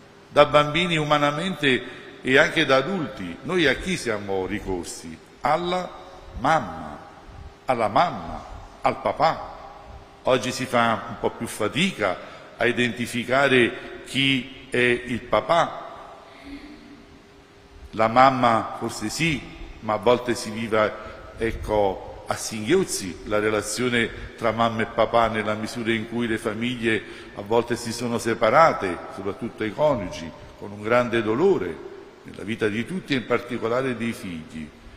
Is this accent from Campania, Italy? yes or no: yes; Campania, Italy; almeno dalle nostre parti, anche nel napoletano